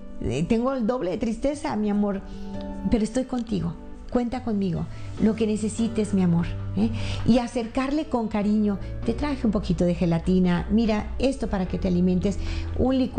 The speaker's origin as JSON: {"language": "Spanish", "town": "El Paso", "region": "Texas", "country": "United States", "tie": "born there", "said": "donde yo nací. Saludo a todos los paseños."}